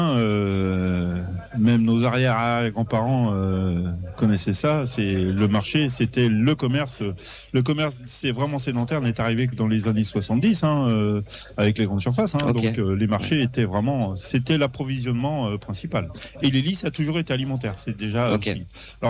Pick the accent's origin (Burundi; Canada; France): France; Brittany; Enfin, moi, je connais bien puisque je suis de. On est posé des Côtes d'Armor.